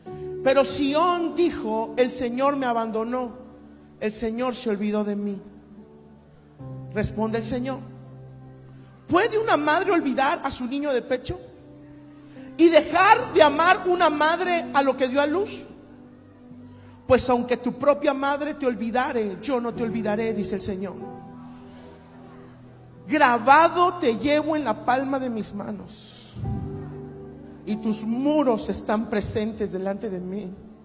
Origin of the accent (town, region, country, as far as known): Mexico